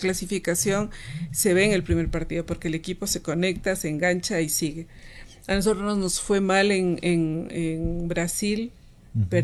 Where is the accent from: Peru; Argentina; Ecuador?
Ecuador